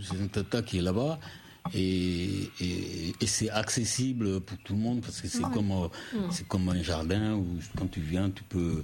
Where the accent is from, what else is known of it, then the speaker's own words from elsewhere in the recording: Mali; moved away as an adult; now in France; je fais le bac au Mali, j'ai raté.